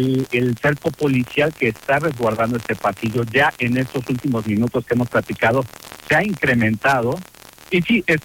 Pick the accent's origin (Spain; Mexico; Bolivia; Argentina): Mexico; Como mexicano, pues bueno, pues que gane México.